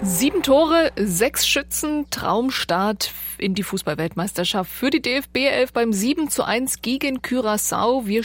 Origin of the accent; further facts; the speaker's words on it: Germany; Ich meine, wir sind Deutsche, wir schaffen das.